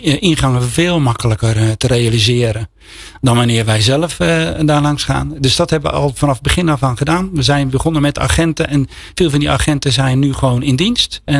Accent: Netherlands; als Nederlander

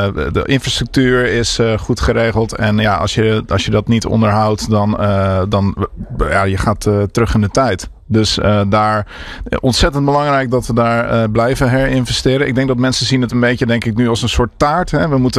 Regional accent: Sliedrecht, South Holland, Netherlands; ik kom uit Sliedrecht

